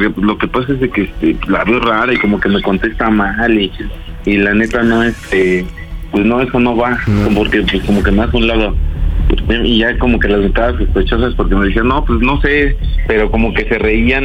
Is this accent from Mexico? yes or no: yes; Mexico City, Mexico; Tengo 24 años y soy aquí de la Ciudad de México.